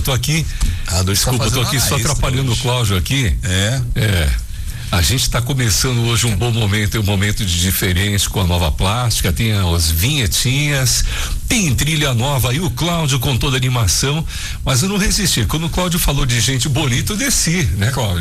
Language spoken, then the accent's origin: Portuguese; Portugal; Minha filhinha é portuguesa também, como eu, pá.